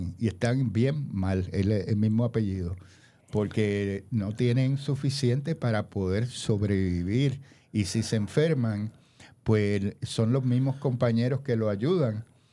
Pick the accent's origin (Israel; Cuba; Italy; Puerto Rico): Puerto Rico; nosotros como puertorriqueños, y mi familia es mayagüezana, yo soy de aquí de pura cepa para los disparateros que dicen que yo no soy puertorriqueño.